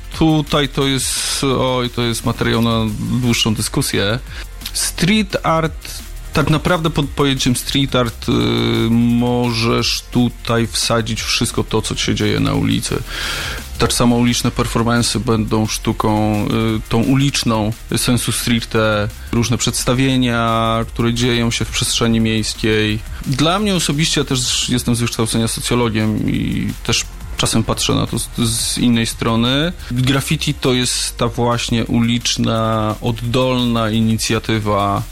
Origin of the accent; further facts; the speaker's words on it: Bielsko-Biała, Silesian Voivodeship, Poland; bielszczanin z urodzenia, wychowania i większość życia spędziłem tutaj w Bielsku